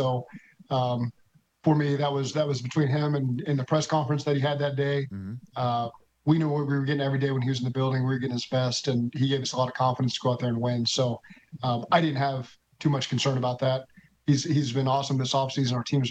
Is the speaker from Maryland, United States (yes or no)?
no; Oklahoma, United States; You know, I'm not from New York. I'm from Oklahoma, but it was fun to watch that fan base get to enjoy that.